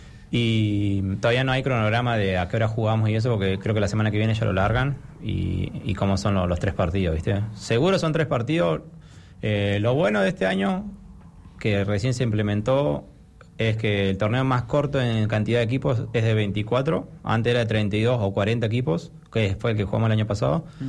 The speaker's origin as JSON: {"language": "Spanish", "town": "Rawson", "region": "Chubut", "country": "Argentina", "said": "soy de Rawson"}